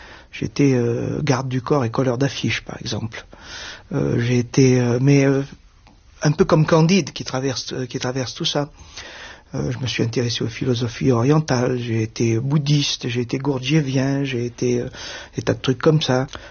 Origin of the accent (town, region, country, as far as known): Nice, Provence-Alpes-Côte d'Azur, France; born there